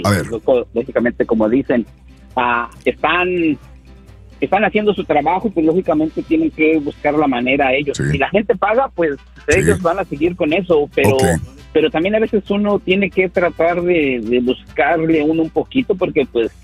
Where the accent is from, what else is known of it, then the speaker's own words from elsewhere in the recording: Indiana, United States; Mira, por ejemplo, yo soy de acá de Indiana.